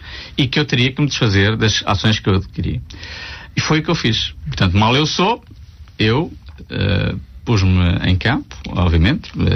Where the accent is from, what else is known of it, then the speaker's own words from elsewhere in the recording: Portugal; Eu, como português, orgulho-me do trabalho que foi feito pelo Banco de Portugal.